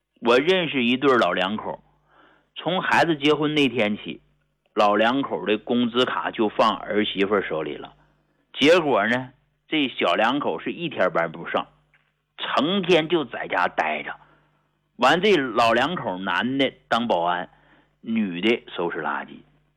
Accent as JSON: {"language": "Chinese", "town": "Hegang", "region": "Heilongjiang", "country": "China", "tie": "born or raised there", "said": "因为到今天我也没有忘记，我是从鹤岗农村走出来的，我永远是农民的儿子"}